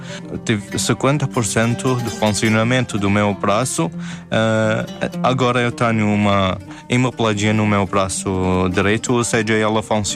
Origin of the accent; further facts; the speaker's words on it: Iraq; moved away; Começo o meu processo no Iraque. Eu saí do Iraque por causa das duas situações que aconteceram na minha vida e na vida da minha família.